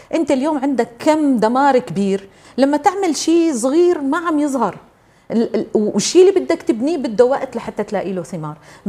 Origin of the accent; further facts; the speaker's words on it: Syria; أنا كإنسان سوري